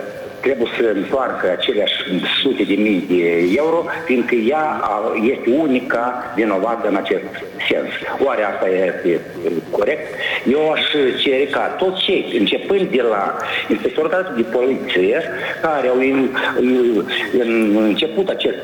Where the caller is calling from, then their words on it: Căușeni, Căușeni District, Moldova; Vă sunt de la Căușeni.